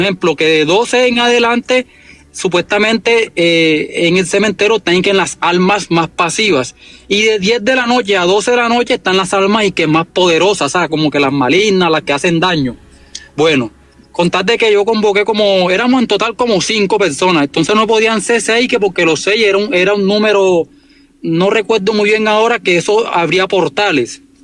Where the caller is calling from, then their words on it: Arjona, Bolívar, Colombia; soy de Arjona Bolívar, vivo en Arjona Bolívar, municipio pues cerquita Cartagena.